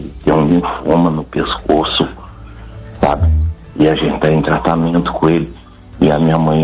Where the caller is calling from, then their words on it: Santa Branca, São Paulo, Brazil; Eu falo de Santa Branca, Padre.